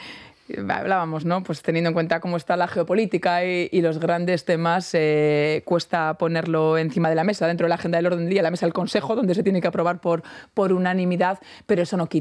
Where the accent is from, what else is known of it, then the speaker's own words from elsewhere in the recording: Basque Country, Spain; Y es lo que defendemos como pueblo vasco.